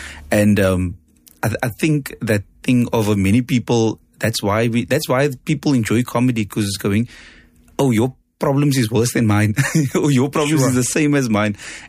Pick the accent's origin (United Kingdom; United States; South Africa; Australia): South Africa